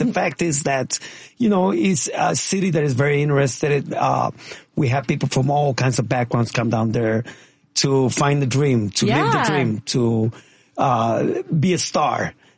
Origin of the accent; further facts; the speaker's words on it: Hollywood, California, United States; I am a native from Hollywood, California.